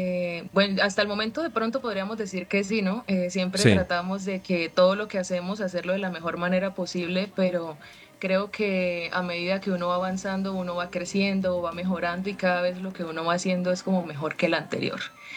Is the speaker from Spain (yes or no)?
no; Sincelejo, Sucre, Colombia; born there; now in Bucaramanga, Colombia; Soy del Caribe colombiano, pero estoy en Bucaramanga. Llevo ya aquí bastantes añitos.